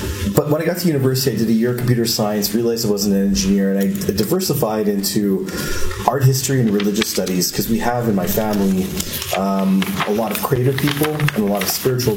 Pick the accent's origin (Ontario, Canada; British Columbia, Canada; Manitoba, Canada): British Columbia, Canada; Richmond; moved away; also born or lived in Montreal; Yeah, I'm a native of BC, grew up in Richmond, BC, a suburb of Vancouver.